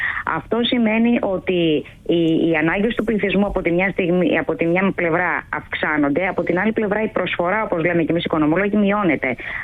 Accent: Greece; Εμείς το βιώνουμε πολύ έντονα εδώ ως Έλληνες

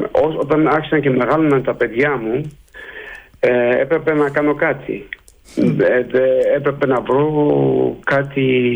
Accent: Greece; also born or lived in Amsterdam, Netherlands; now in Hoeven, Netherlands; Και αυτό το χωριουδάκι που είναι 60 χιλιόμετρα από το Τίλμπορ. Εδώ πέρα δεν υπάρχουν Έλληνες. Υπάρχω μόνο εγώ.

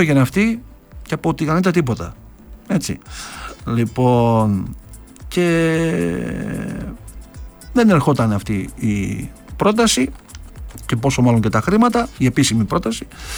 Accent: Parapotamos, Epirus, Greece; όπως έλεγαν και στο χωριό μου στη Λεμπανίτσα και στον Παραπόταμο

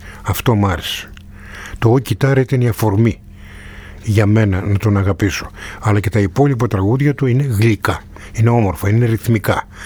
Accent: Volos, Thessaly, Greece; ήθελα να μείνω στο Βόλο, στο Πανεπιστήμιο της Αλίας, γιατί ήθελα να υπηρετήσω τον τόπο μου.

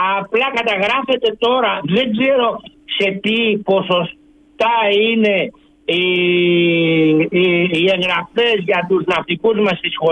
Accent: Skyros, Central Greece, Greece; Έχω γεννηθεί εδώ στη Σκύρο, οπότε ως εκ τούτου έχω αυτό το μπλε της θάλασσας, αυτό που μας συνεπήρε βέβαια όλους τους ναυτικούς. Μεγάλωσα μέσα στη θάλασσα, μέσα στις βάρκες, μέσα στα καΐκια.

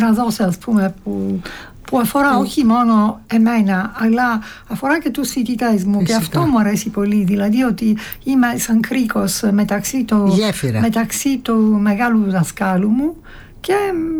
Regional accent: Palermo, Sicily, Italy; Greek is a second language; γεννήθηκα στο Παλέρμο, Σικελία. Και εκεί πήγα πρώτα σχολείο, ήταν το κλασικό λύκειο

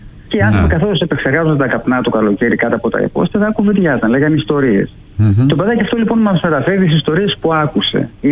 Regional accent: Kyria, Greece; Ο πρώτος λόγος αφορά τα Κύρια, το χωριό μου, όπου γίνονται πάρα πολλές εκδηλώσεις και κάθε Σαββατοκύριακο.

